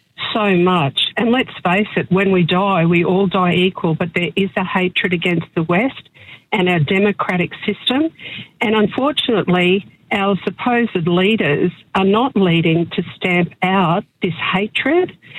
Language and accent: English; Australia; As a Catholic growing up in Australia